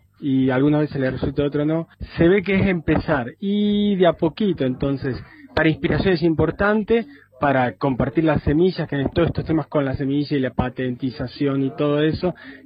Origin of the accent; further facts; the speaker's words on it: Charbonnier, Córdoba, Argentina; soy de Charbonnier.